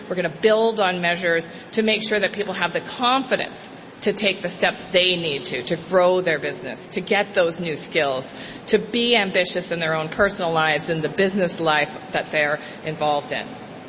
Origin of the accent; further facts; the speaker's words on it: Ontario, Canada; In fact, I'm from Northern Ontario, and I can tell you that we've seen this in softwood lumber and in pulp and paper over many, many years.